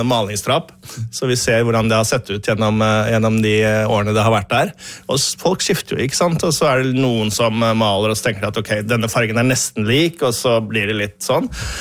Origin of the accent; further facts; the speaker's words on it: Eastern Norway, Norway; Som østlending